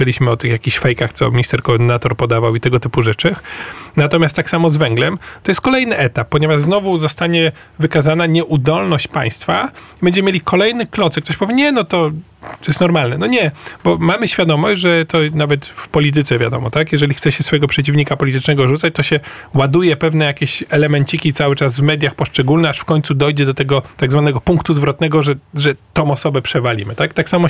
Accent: Orneta, Warmian-Masurian Voivodeship, Poland; ja pochodzę z Ornety

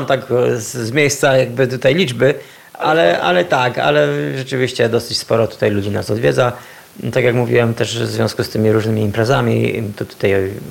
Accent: Myślenice, Lesser Poland, Poland; now in Kraków, Poland; Ja pochodzę z Myślenic i tutaj się wychowałem, chodziłem do szkoły przez wiele, wiele lat. Mieszkałem, no teraz z przyczyn takiej bardziej rodzinno-zawodowych mieszkam akurat w Krakowie, ale tutaj na co dzień też jestem.

